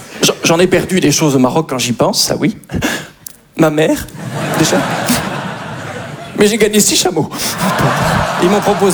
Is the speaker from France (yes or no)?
no; Belgium; je suis belge.